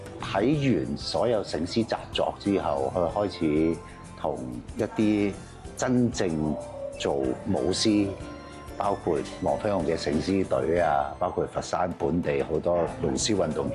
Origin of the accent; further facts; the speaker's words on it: Hong Kong; 我覺得就作為一個真係本土土生土長香港人